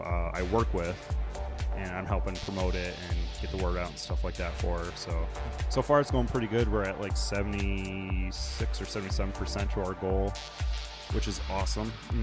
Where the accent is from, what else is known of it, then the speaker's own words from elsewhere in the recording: Detroit, Michigan, United States; So I'm one of those people that live in the burbs and say I'm from Detroit.